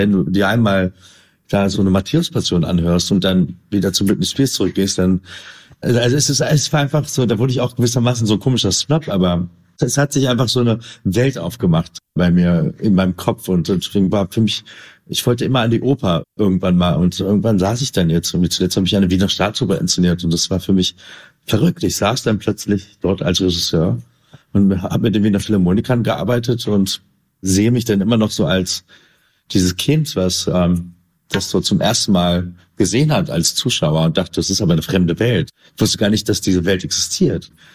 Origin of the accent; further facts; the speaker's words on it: Berlin, Germany; ich bin in Kreuzberg groß geworden, war auf der Grundschule